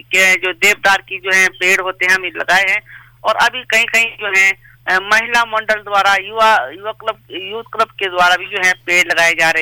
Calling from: Himachal Pradesh, India; मेरा गांव का नाम है गुंडा।

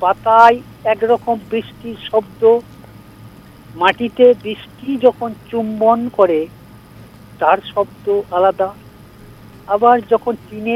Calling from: Purba Bardhaman, West Bengal, India; আমি পশ্চিমবঙ্গের রাজ্যের পূর্ব বর্ধমান থেকে

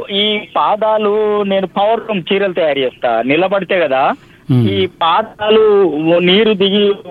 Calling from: Karimnagar district, Telangana, India; నేను కరీంనగర్ డిస్ట్రిక్ట్ నుంచి. … రామడుగు మండలం, షానగర్ గ్రామం.

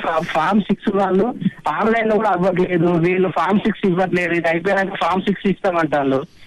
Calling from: Warangal, Telangana, India; మేము వరంగల్ నుంచి మాట్లాడుతున్నాం సార్.

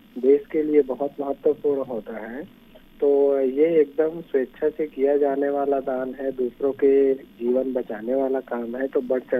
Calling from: Bemetara, Chhattisgarh, India; बेमेतरा छत्तीसगढ़ से।

